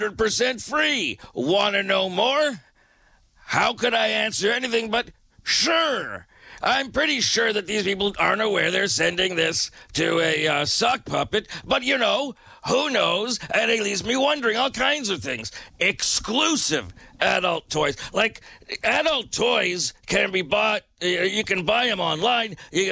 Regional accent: Canada; And I wrote, no, I'm from Canada.

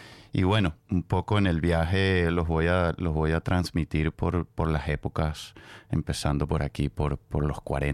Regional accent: Venezuela; Quería llevarlos un poquito en un viaje por mi influencia con la música en siendo venezolano.

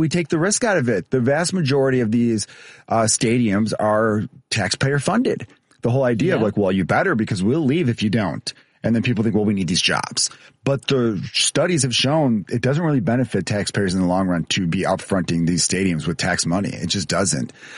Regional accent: Chicago, Illinois, United States; Yeah, I'm from Chicago. Oh, cool. I live in the Porridge Park neighborhood.

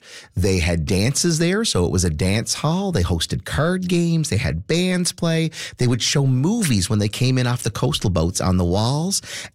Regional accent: King's Point, Newfoundland and Labrador, Canada; I grew up in Kings Point in the 80s, and I had no idea who this person was.

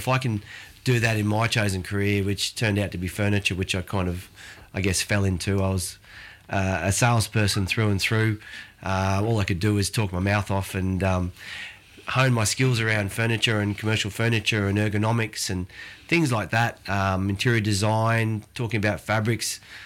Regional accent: New South Wales, Australia; so I grew up in New South Wales, country New South Wales, and I'm actually very at home in a radio studio, if I'm honest.

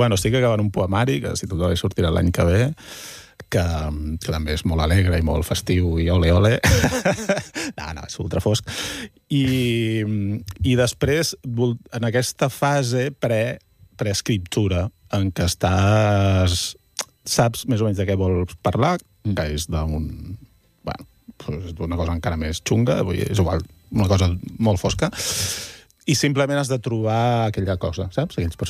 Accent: Taradell, Catalonia, Spain; Sí, que és d'on jo soc de Taradell

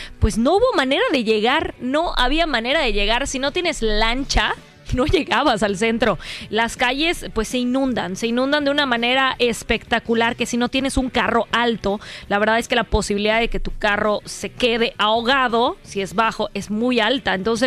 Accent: Yucatán, Mexico; Somos yucatecos, efectivamente somos yucatecos, de esta galletera yucateca que todos conocemos perfectamente bien.

